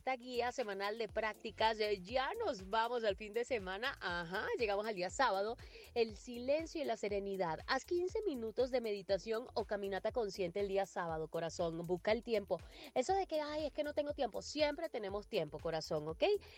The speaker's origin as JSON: {"language": "Spanish", "country": "Venezuela", "moved": "yes", "lives_now": "Mexico", "said": "Yo soy la venezolana más mexicana"}